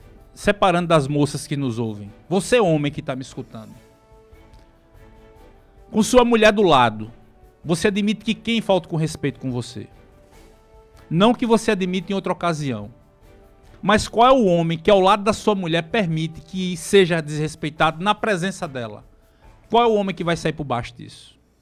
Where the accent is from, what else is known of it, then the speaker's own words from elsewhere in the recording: Santa Rita, Paraíba, Brazil; sou santarritense, nascido no dia 5 de outubro de 1976, na maternidade de Governador Flávio Ribeiro Coutinho, pelas mãos do médico Dr. Dorivaldo Pereira.